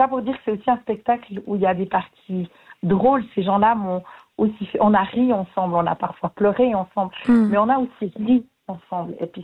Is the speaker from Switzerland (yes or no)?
yes; Saint-Imier, Bern, Switzerland; quand j'étais petite à Saint-Imier, il y avait beaucoup de migrants italiens qui n'étaient pas toujours bien traités. C'était dans les années 70. J'ai appris l'italien avec eux dans la rue